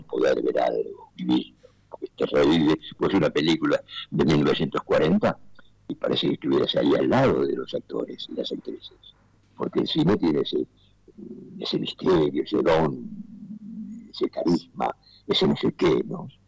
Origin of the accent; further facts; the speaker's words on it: Buenos Aires, Argentina; como hacíamos los porteños antes